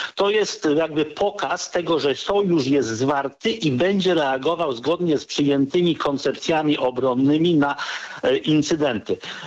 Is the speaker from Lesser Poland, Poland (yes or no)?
no; Gdańsk, Pomeranian Voivodeship, Poland; jestem z Gdańska